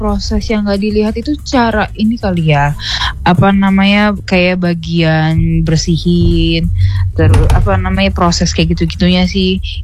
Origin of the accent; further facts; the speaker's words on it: Lampung, Indonesia; andalan aku sebagai orang Lampung dan Sunda gitu ya.